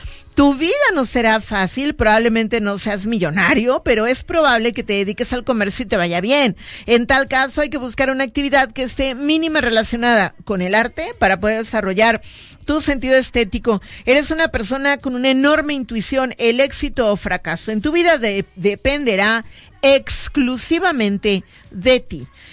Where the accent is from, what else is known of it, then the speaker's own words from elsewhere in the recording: Mexico; somos mexicanos